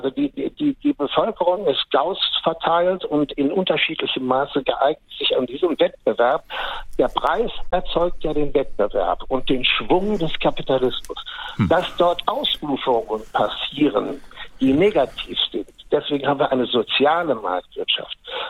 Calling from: Cologne, North Rhine-Westphalia, Germany; Ich rufe aus Köln an, 83 Jahre.

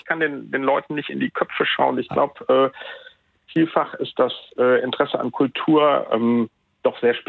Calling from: Cologne, North Rhine-Westphalia, Germany; ich rufe als Kölner natürlich mit einem lachenden und einem weinenden Auge

